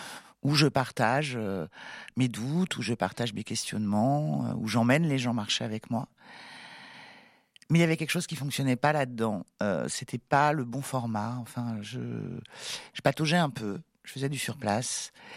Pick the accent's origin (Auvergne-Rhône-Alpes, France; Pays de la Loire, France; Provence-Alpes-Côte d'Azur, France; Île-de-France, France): Pays de la Loire, France; Saint-Joachim; moved away as an adult; also born or lived in Saint-Herblain, Nantes; now in Ardèche, France; j'ai grandi à Nantes, Saint-Herblain, puis je suis partie en Brière, près de Saint-Nazaire. J'y suis resté jusqu'à mes 18 ans. Ensuite, j'ai bourlingué. Bref, à 33 ans, j'ai emménagé en Ardèche où j'ai poursuivi ma vie d'adulte.